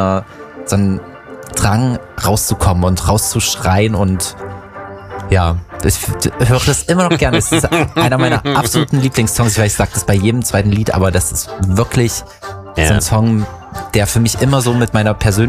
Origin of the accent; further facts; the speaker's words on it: Dessau, Saxony-Anhalt, Germany; Und da habe ich noch in Dessau gewohnt, in meiner Heimatstadt in Sachsen-Anhalt.